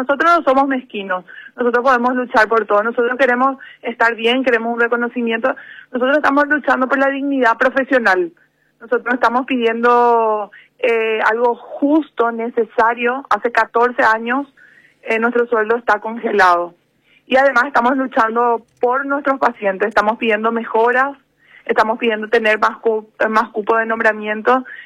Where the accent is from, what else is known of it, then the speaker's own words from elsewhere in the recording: Paraguay; porque somos paraguayos